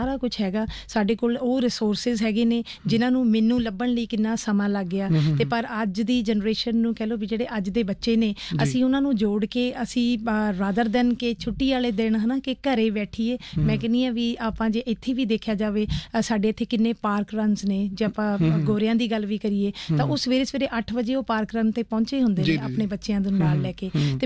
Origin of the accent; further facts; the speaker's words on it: Punjab, India; ਮੈਂ ਉੱਥੇ ਉਹੀ ਬੋਲ ਰਹੀ ਸੀ ਕਿ ਮੈਂ ਪੰਜਾਬ ਤੋਂ ਆਈ ਹਾਂ ਮੈਂ ਪੰਜਾਬ ਮੈਂ ਪੰਜਾਬੀਅਤ ਦੀ ਤੇ ਮੈਂ ਔਰਤਾਂ ਦੀ ਗੱਲ ਕੀਤੀ